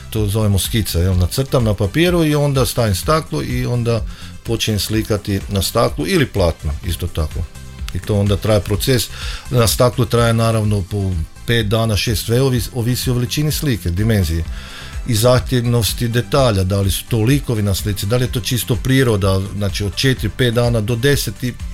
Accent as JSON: {"language": "Croatian", "town": "Gabajeva Greda", "region": "Koprivnica-Križevci County", "country": "Croatia", "tie": "born or raised there"}